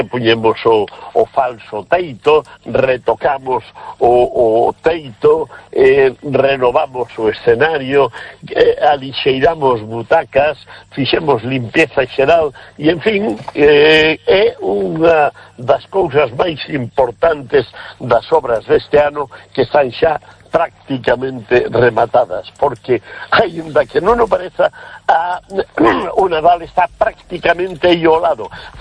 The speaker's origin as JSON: {"language": "Galician", "town": "Vilalba", "region": "Galicia", "country": "Spain", "said": "Cristina Castaño naceu en Vilalba, na provincia de Lugo, na miña terra"}